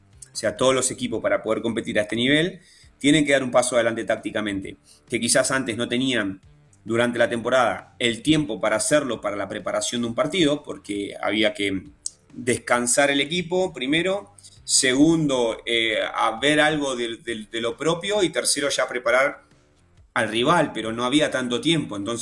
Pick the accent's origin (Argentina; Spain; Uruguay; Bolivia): Argentina; Yo soy argentino. Yo soy argentino. Entonces, nosotros miramos más para el cruzando el charco que para arriba, en todo.